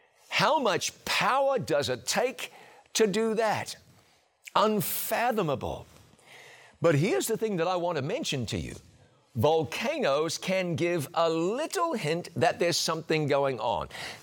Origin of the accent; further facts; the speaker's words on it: New Zealand; I grew up in New Zealand, a beautiful country that sits right on the Pacific Ring of Fire.